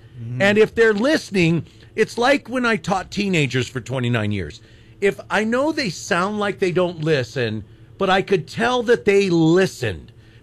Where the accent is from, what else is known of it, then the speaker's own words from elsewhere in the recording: New Mexico, United States; And I'd say, New Mexico. It's in the United States.